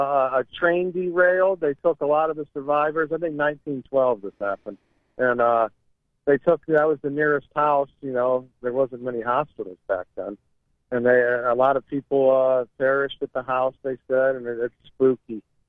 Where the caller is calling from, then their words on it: Doylestown, Ohio, United States; I'm from Doylestown way back then.